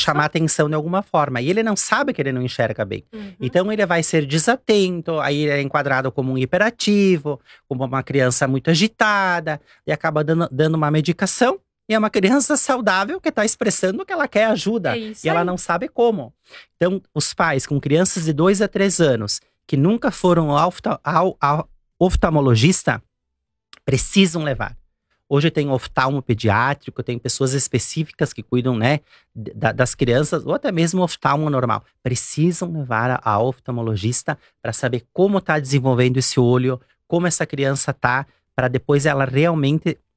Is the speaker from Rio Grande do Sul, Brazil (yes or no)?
yes; Veranópolis, Rio Grande do Sul, Brazil; ela é do Bassano, eu sou de Veranópolis, mas a loja aqui já existe há 25 anos, uma Ótica Bem Ver em frente aos Correios.